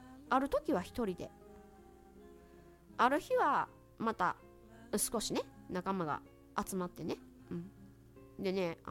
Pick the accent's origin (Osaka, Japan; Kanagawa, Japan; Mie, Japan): Mie, Japan; Tsu; 私はね、まあ毎度なんですけれども、三重県の津市っていうところの出身なんですけれども